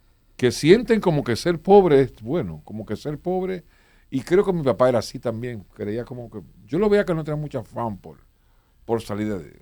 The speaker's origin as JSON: {"language": "Spanish", "town": "Miches", "region": "El Seibo", "country": "Dominican Republic", "tie": "born or raised there", "also_born_or_lived": "Nagua", "said": "Si yo me crié en un campito sin luz que se llamaba la Colonia del Cedro de Miche, porque venimos de Nagua, yo de un año"}